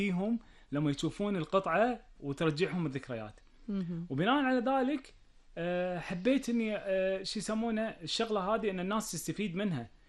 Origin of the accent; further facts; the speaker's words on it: Kuwait; وإحنا يعني كشعب كويتي